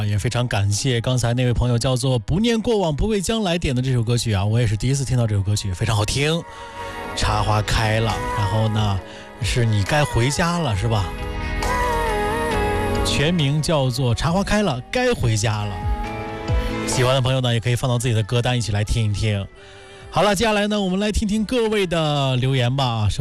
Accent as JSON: {"language": "Chinese", "town": "Wu'an", "region": "Hebei", "country": "China", "tie": "born or raised there", "said": "因为我老家是邯郸武安的"}